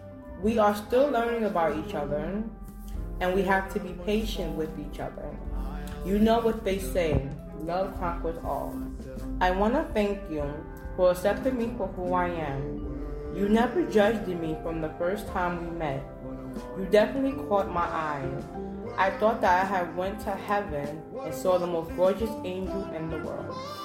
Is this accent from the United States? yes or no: yes; New York, United States; I'm 31 years old and I'm from the Bronx, New York.